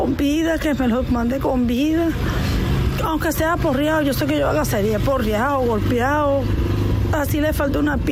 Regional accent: Caraballeda, La Guaira, Venezuela; Y bueno, yo soy de Caraballeda, de otra parroquia.

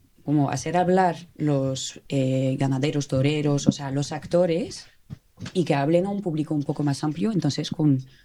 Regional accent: Nîmes, Occitania, France; soy de Nimes, de Francia. Así que ya te explica cómo la mayor parte de la respuesta, ¿no? Pero diría en una familia súper aficionada de Nimes.

